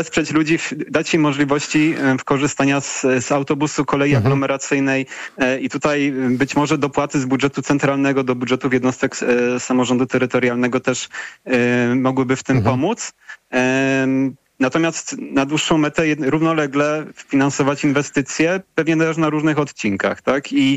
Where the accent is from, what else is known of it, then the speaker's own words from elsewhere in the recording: Kraków, Lesser Poland, Poland; gdzie no, ja akurat pochodzę z Krakowa, w tym roku mieliśmy podwyżkę cen biletów, sporo ludzi się przesiadło na samochody.